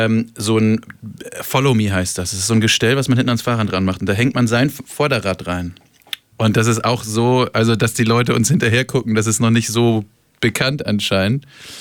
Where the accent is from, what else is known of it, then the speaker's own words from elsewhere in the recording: Flensburg, Schleswig-Holstein, Germany; born there; also born or lived in Hamburg; now in Schleswig-Holstein, Germany; ich komme gebürtig aus Flensburg, das möchte ich immer dazu sagen. Ich bin kein Hamburger, jetzt sowieso nicht mehr.